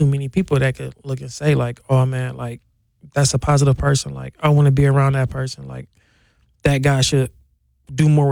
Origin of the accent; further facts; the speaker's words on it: Milwaukee, Wisconsin, United States; Without a doubt, the North Side.